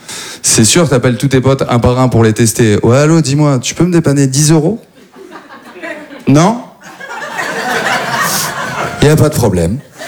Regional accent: Maubeuge, Hauts-de-France, France; now in Paris, France; je viens pas du tout de Paris, moi je viens de Maubeuge

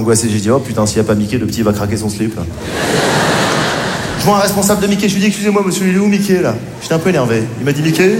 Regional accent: Morocco; born there

